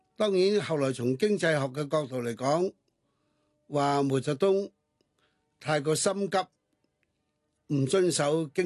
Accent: China; 我们中国人民需要的任何东西都抵制禁运

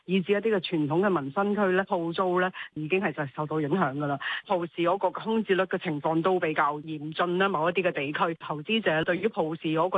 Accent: Hong Kong; 同埋我哋港人外游咧，

